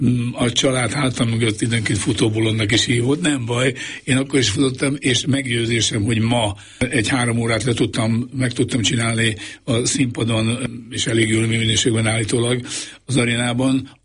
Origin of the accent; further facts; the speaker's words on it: Miskolc, Borsod-Abaúj-Zemplén, Hungary; born there; én focit imádó családban nőttem föl. Eleve állnak Vasgyárban, Miskolcon születtem, ott két fajta fiú forma létezett